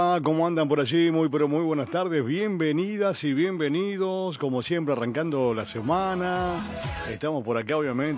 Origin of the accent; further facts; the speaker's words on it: Argentina